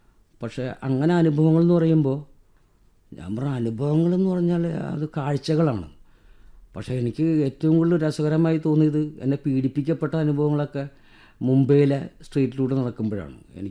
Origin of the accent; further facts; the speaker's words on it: Kerala, India; നിങ്ങളെവിടെ നിന്ന് വരുന്നു? നമ്മൾ കേരള.